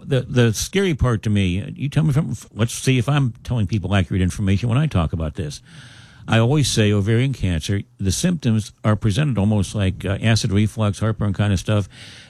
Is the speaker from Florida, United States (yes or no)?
no; Uniontown, Pennsylvania, United States; my hometown of Uniontown